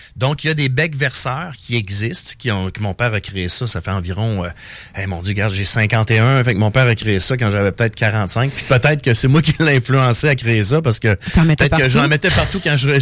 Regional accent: Thetford Mines, Quebec, Canada; Natif, en plein de la même région.

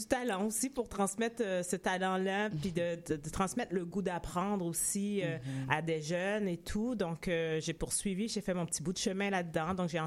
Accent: Montreal, Quebec, Canada; nous, on vient de Rivière-des-Prairies aussi, donc c'est un quartier qu'on adore.

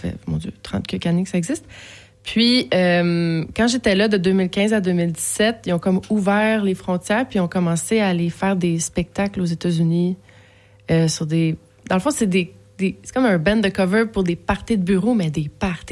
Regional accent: Quebec, Canada; on vient du Québec

